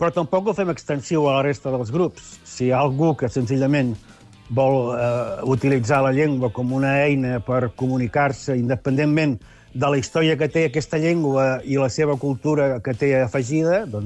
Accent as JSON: {"language": "Catalan", "town": "Constantí", "region": "Catalonia", "country": "Spain", "said": "i al final vam dir, bueno, ja està bé, ja ho sap la gent que som de Constantí."}